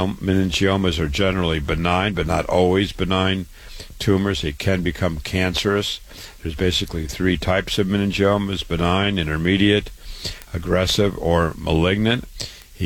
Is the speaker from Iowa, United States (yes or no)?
yes; Waterloo, Iowa, United States; born or raised there